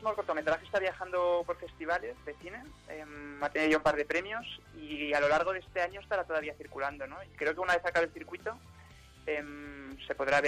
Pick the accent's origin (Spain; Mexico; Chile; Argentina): Spain; Barcelona, Catalonia; Yo nací y vivo en Barcelona, pero eso, tengo a mis tíos y mis primos ahí de Soria.